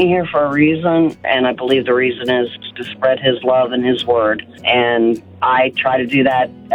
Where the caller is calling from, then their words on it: Centerville, Ohio, United States; I am calling from Centerville, Ohio.